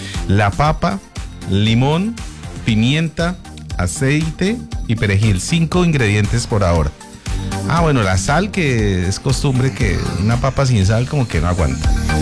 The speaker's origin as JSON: {"language": "Spanish", "region": "Santander", "country": "Colombia"}